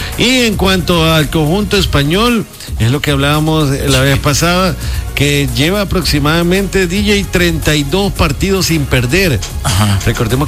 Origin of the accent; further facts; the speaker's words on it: El Salvador; esa percepción tenemos como salvadoreños